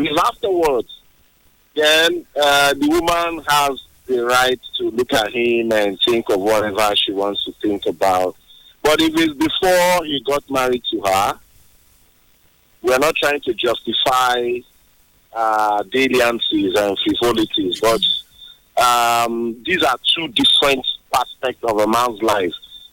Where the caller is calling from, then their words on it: Port Harcourt, Rivers, Nigeria; I'm calling from Port Harcourt.